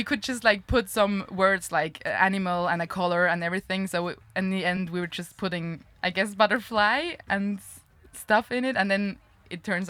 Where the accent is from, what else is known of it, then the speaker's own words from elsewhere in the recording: Switzerland; first language Swiss German; English is a second language; Like it was a challenge to realize it's my mother tongue, but like how can I do good texts in my mother tongue like that don't feel weird?